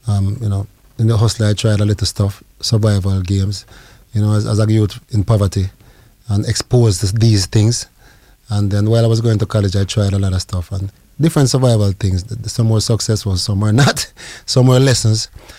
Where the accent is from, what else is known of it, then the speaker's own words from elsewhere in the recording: Jamaica; now in United States; Because when I came from Jamaica, I left and went straight into the ghetto.